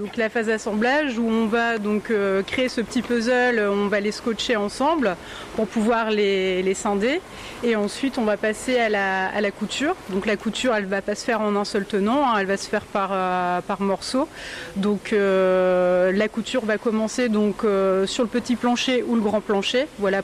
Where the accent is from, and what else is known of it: Hauts-de-France, France